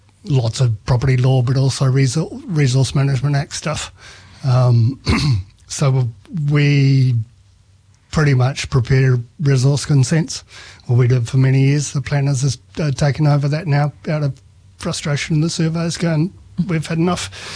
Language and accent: English; New Zealand; I'm Kiwi born, but both my parents are from the Netherlands. They immigrated in 1963.